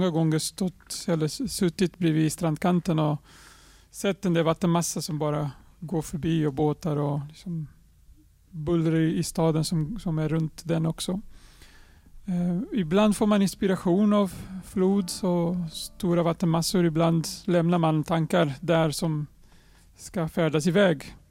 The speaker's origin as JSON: {"language": "Swedish", "town": "Oeiras", "region": "Lisbon", "country": "Portugal", "tie": "born or raised there", "also_born_or_lived": "Avesta, Dalarna, Sweden", "moved": "yes", "said": "Jag är född och uppväxt i Lissabon, i Oeiras."}